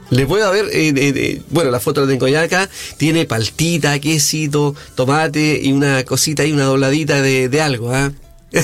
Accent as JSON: {"language": "Spanish", "country": "Chile", "said": "a nosotros que somos chilenos."}